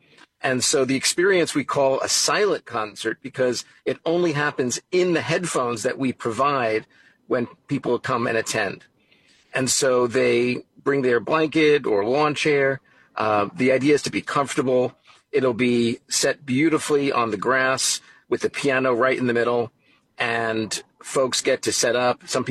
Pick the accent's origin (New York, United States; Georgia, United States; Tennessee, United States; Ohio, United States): New York, United States; Brooklyn; You know, growing up in New York, I grew up with music, starting with piano lessons as a little kid, five, 6 years old. My folks still live in the same house in Brooklyn, New York